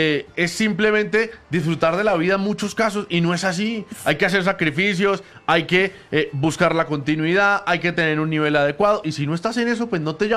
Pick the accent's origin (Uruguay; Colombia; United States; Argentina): Colombia